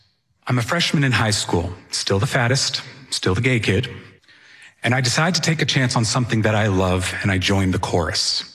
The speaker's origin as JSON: {"language": "English", "town": "Sudbury", "region": "Massachusetts", "country": "United States", "tie": "born or raised there", "lives_now": "Stoneham, United States", "said": "I grew up in Sudbury, Massachusetts, and I live in Stoneham now"}